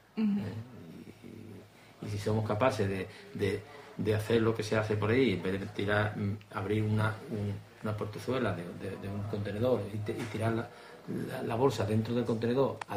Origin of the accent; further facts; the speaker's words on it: Écija, Andalusia, Spain; Yo lo digo porque soy de Écija